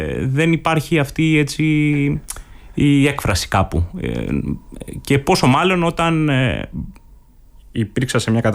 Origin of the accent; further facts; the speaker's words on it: Crete, Greece; Επειδή γενικώς μεγάλωσα στην Κρήτη, έχω ιδιαίτερη αγάπη προφανώς για το τόπο